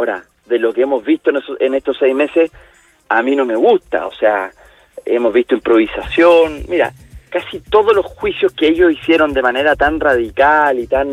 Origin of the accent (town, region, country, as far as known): Chile